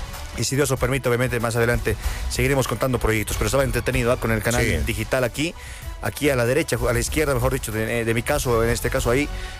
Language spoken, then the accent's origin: Spanish; La Paz, Bolivia; Eso digo como paseño. Aunque como boliviano